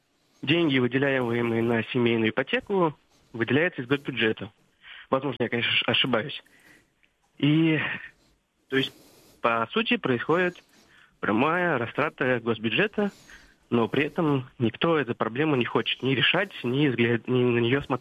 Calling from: Cheboksary, Chuvashia, Russia; я из Чувашии, солнечной Чувашии, Чебоксары.

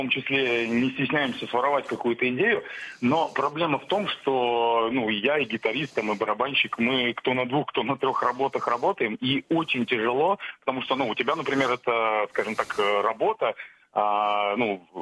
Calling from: Kaliningrad, Kaliningrad Oblast, Russia; я из Калининграда сам

